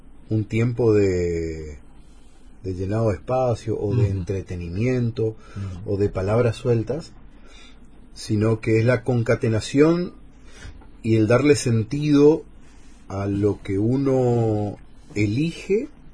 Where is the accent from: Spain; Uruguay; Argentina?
Argentina; Corrientes; born there; No nacimos accidentalmente en Corrientes, sino que tuvimos la suerte de haber nacido en Corrientes.